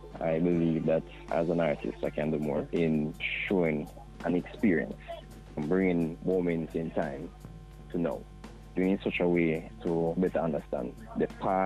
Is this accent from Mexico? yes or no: no; Jamaica; Preserving their culture and let's not choose to forget where we're coming from as a Jamaican people.